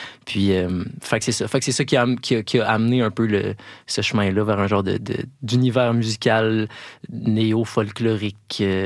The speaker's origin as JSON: {"language": "French", "town": "Quebec City", "region": "Quebec", "country": "Canada", "lives_now": "Montreal, Canada", "said": "Ben, je viens de la ville de Québec."}